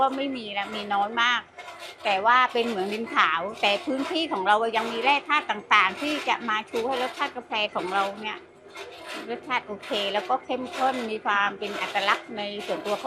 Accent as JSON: {"language": "Thai", "region": "Surat Thani", "country": "Thailand", "lives_now": "Ranong, Thailand", "said": "เป็นคนสุราษฎ"}